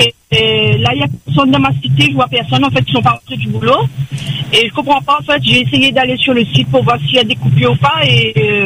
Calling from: Réunion; j'habite sur Faya

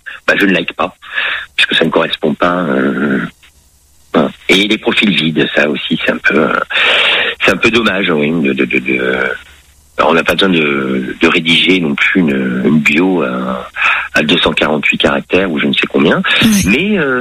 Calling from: Nantes, Pays de la Loire, France; Je suis à Nantes.

